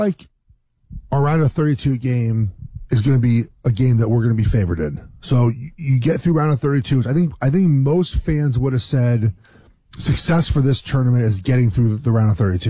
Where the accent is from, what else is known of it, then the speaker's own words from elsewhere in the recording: Los Angeles, California, United States; Why I'm from Los Angeles. I don't live in LA anymore.